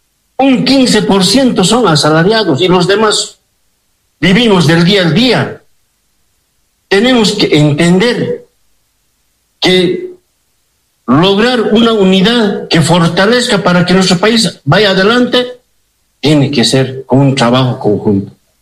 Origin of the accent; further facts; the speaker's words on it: Bolivia; los problemas que tenemos los bolivianos.